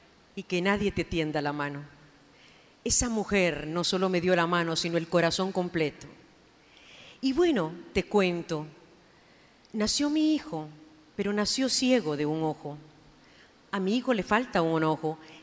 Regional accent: El Salvador; moved away as an adult; en mi país se llama jocote.

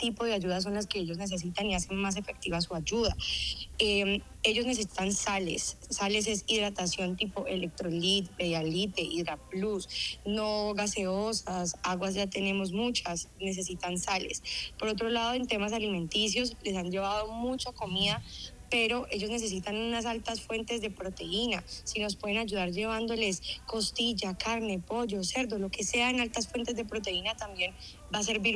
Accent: Cali, Valle del Cauca, Colombia; hoy acá desde Cali estoy, bueno, yo soy caleña, también me vi afectada

